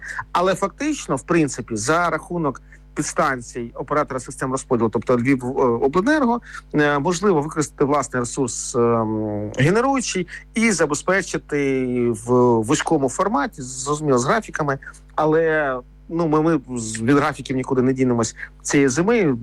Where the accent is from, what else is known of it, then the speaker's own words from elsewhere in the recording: Kharkiv, Kharkiv Oblast, Ukraine; Якщо будемо говорити про мій рідний Харків, Харків зараз набудував велику кількість об'єктів розподіленої генерації.